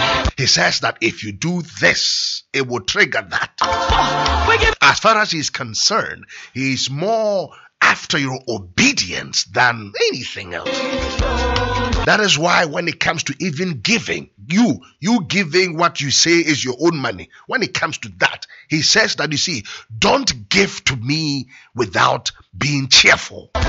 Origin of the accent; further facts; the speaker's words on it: Accra, Greater Accra, Ghana; We're growing up in Abeka.